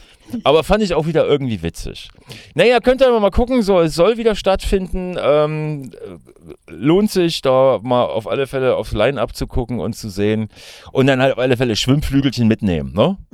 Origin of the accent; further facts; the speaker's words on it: North Rhine-Westphalia, Germany; aber ich komme halt aus dem Ruhrpott, so, da habe ich ja auch ein Händchen früher